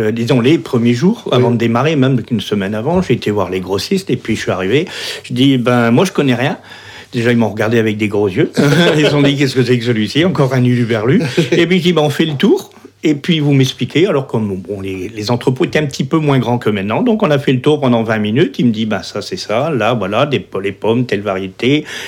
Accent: Brest, Brittany, France; Et moi je suis né à Brest.

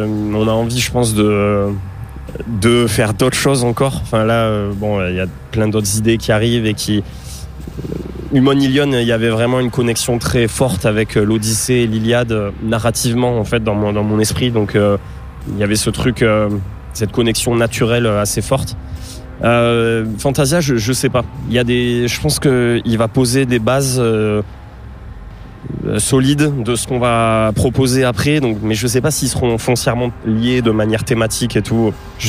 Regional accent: Toulouse, Occitanie, France; on vient du même coin. On vient de Toulouse.

